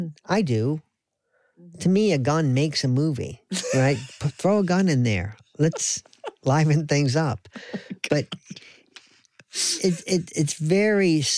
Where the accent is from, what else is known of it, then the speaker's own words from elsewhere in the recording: North Carolina, United States; also born or lived in Western New York, United States; Because I am an outsider, but I grew up in North Carolina, but my family moved from Western New York State when I was in second grade.